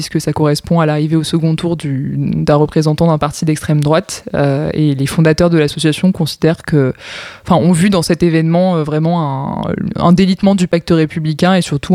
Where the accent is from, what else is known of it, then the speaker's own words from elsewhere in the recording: Provence-Alpes-Côte d'Azur, France; j'ai 26 ans, je suis originaire des Bouches-du-Rhône.